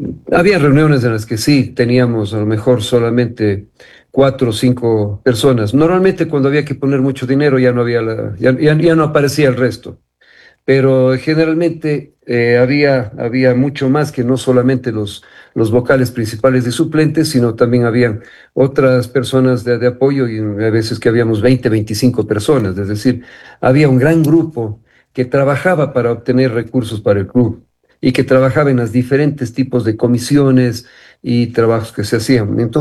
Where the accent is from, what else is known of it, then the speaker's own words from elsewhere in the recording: Cuenca, Azuay, Ecuador; somos cuencanos y vivimos acá